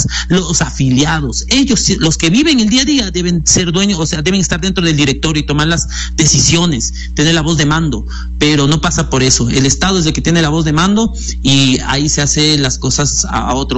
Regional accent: Ecuador; nosotros como ecuatorianos

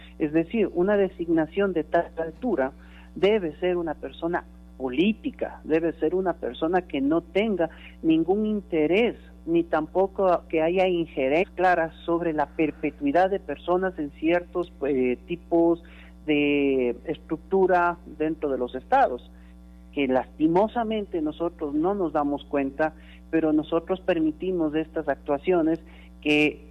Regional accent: Ecuador; lo cual deberíamos nosotros como ecuatorianos tomar ya una posición más clara

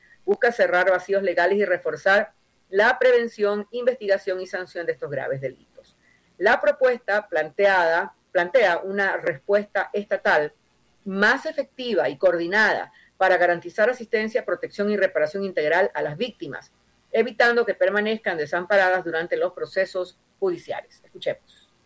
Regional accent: Ecuador; nosotros como ecuatorianos nos hemos acostumbrado a ignorar

